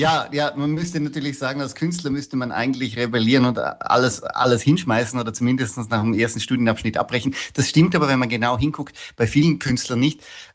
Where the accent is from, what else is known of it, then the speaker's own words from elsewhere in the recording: Switzerland; also born or lived in Vienna, Austria; now in Berlin, Germany; Ich bin von der Schweiz eigentlich ausgewandert nach Wien zuerst. Mhm. 12 Jahre Wien und dann von Wien nach Berlin.